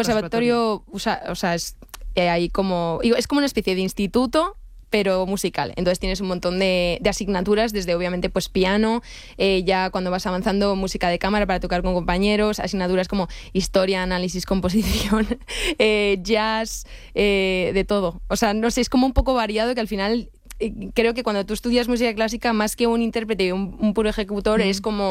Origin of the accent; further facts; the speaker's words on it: Madrid, Community of Madrid, Spain; Pero yo sí, soy madrileña.